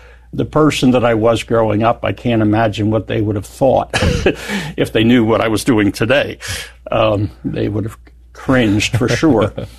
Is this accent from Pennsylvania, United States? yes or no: yes; Pennsylvania, United States; also born or lived in New Jersey; We were here 5 years, you know, there 4 years. So I grew up in Pennsylvania and New Jersey.